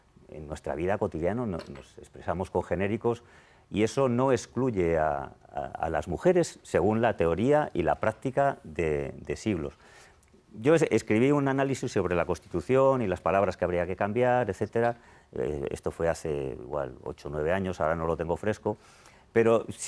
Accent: Spain

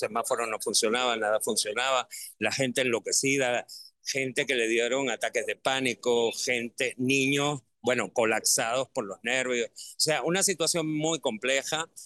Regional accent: Spain; now in Venezuela; Yo me vine de España hace 40 años ya. Uno ya aquí tiene sus raíces. Venezuela te dio muchas posibilidades que España en su momento a lo mejor no nos podía dar.

